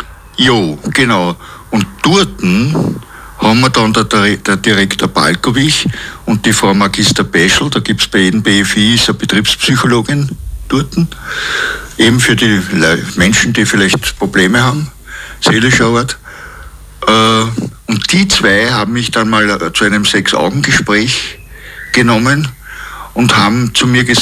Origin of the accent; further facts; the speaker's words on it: Krems an der Donau, Lower Austria, Austria; Wie gesagt, ich bin in Krems aufgewachsen.